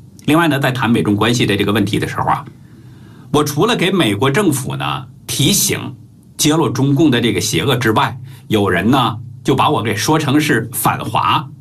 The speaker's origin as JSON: {"language": "Chinese", "country": "China", "moved": "yes", "said": "我是来自中国，我的亲人和朋友也都在中国"}